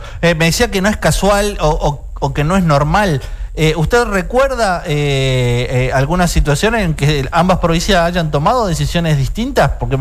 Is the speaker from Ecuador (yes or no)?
no; Barranqueras, Chaco, Argentina; Yo, exactamente, crecí en Barranqueras.